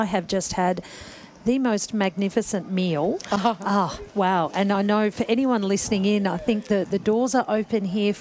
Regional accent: Bendigo, Victoria, Australia; Like I was born here, grew up here, raising my own family here. I know how wonderful it is to live here in Bendigo and central Victoria.

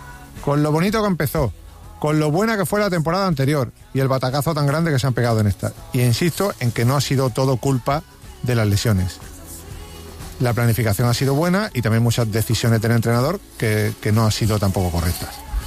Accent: Málaga, Andalusia, Spain; nosotros somos de aquí, somos malagueños, somos del Unicaja

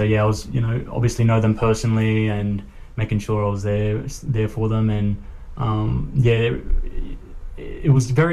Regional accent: Darwin, Northern Territory, Australia; so born and raised in Darwin, but yeah, my family are Arundel family, so a lot of them live in Artigita, so the Artigita ward, and yeah, that's all Upmurra country

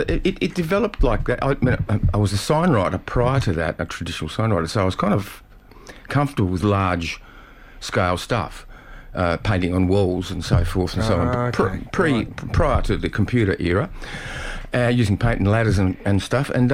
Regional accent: Derwent Valley, Tasmania, Australia; moved away; also born or lived in Queensland; And I grew up in Tassie, down in the Derwent Valley

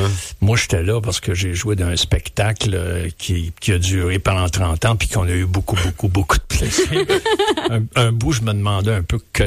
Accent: Granby, Quebec, Canada; moved away as an adult; Oui, je suis né à Granby. J'ai grandi ici. Mes parents ont vécu ici toute leur vie. Et moi, je suis parti. J'avais peut-être 18-19 ans, mais je suis revenu souvent.

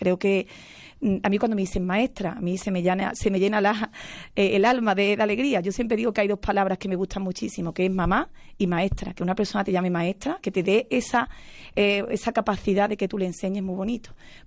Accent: El Saucejo, Andalusia, Spain; en el Saucejo, en mi pueblo

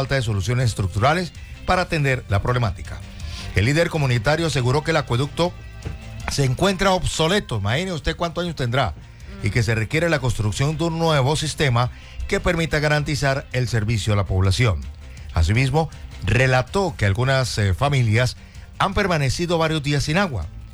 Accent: Santander, Colombia; me siento satisfecho como santandereano

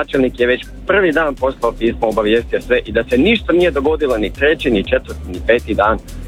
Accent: Malinska, Primorje-Gorski Kotar County, Croatia; A znate šta bi ja volio reći, ja sam iz Malinske, ono što je čudno...

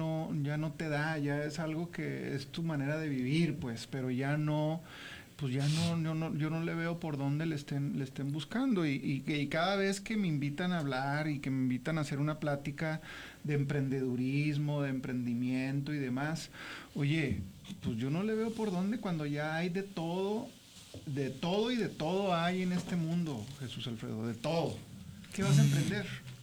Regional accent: Mexico; Estamos mal nosotros, ¿no?, como mexicanos.

